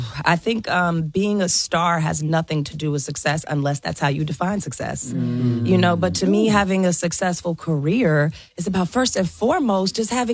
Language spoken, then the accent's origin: English; Kansas City, United States; moved away; people who I grew up with in Kansas City